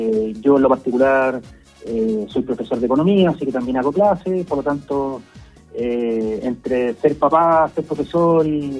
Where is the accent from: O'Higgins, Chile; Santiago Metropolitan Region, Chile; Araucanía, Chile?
O'Higgins, Chile; San Vicente de Tagua Tagua; Yo soy sanvicentano de Tomo y Lomo, salí de la oscura